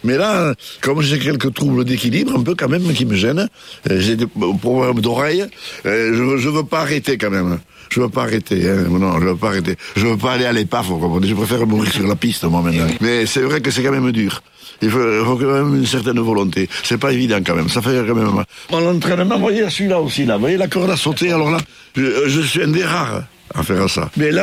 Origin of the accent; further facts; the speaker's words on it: Paris, Île-de-France, France; born there; now in Saint-Rome-de-Tarn, France; quand j'étais jeune à Paris, j'avais été au club de marche de Montreuil